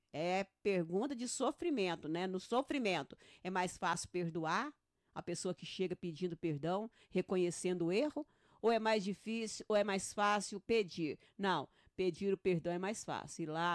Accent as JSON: {"language": "Portuguese", "town": "Uberaba", "region": "Minas Gerais", "country": "Brazil", "said": "Como diz lá no Beraba, na minha terra linda e maravilhosa"}